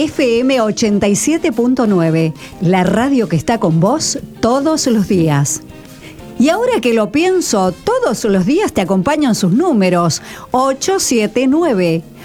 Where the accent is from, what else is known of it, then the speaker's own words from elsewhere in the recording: San Justo, Argentina; also born or lived in Mendoza; Ahora de vuelta a mi pueblo, San Justo.